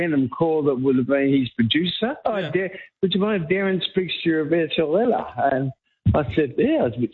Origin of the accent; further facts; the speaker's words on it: Traralgon, Victoria, Australia; I'm from Traralgon, and it was at the local hospital where I had a turn after donating blood.